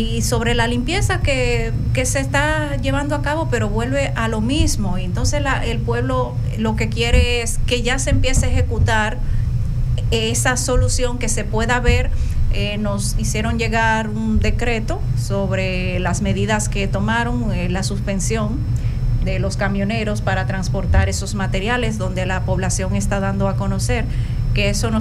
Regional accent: Barahona, Dominican Republic

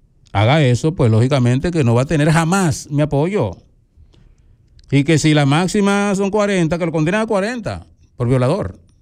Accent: Dominican Republic; cómo somos los dominicanos machistas.

